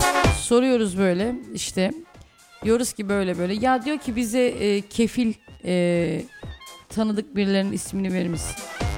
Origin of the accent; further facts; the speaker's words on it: Düzce, Turkey; Ben Düzceliyim. Düzce benim memleketim. Anam buralıdır, babam buralıdır.